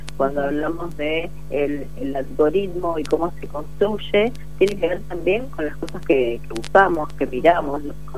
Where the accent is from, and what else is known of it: Argentina